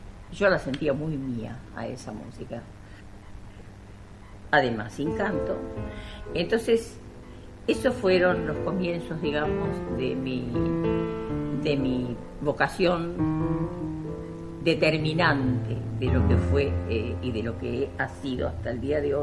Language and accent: Spanish; Capilla del Monte, Córdoba, Argentina; soy cordobesa, de Capilla del Monte, nací allí